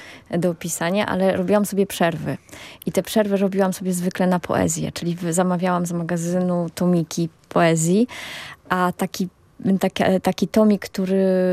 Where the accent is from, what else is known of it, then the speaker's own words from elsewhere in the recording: Lower Silesian Voivodeship, Poland; now in Warsaw, Poland; I pierwszy raz użyłam i poczułam, że mam prawo do tego mówić, że jestem ze Śląska. I nie jestem z tego filmu Kazimierza Kuca, tylko z innego Śląska jestem.